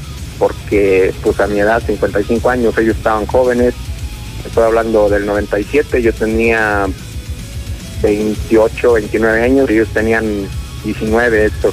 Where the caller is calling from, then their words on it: Cerritos, San Luis Potosí, Mexico; yo soy de Cerritos.